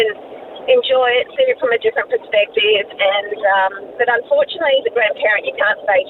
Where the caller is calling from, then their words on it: Charleville, Queensland, Australia; I'm driving home from Cunnamulla to Charleville.